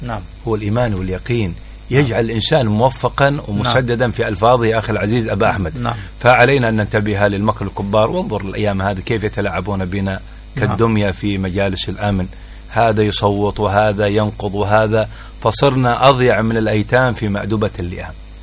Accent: Mukalla, Hadhramaut, Yemen; accent: Mukalla colloquial dialect; رح نتكلم باللهجة الدارجة عندنا في المكلة

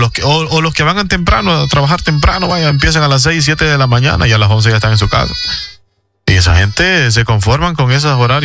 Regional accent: Olancho, Honduras; born or raised there

